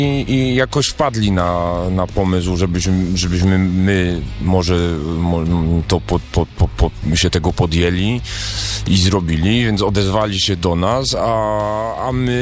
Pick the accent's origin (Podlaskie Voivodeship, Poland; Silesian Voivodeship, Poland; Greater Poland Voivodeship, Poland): Silesian Voivodeship, Poland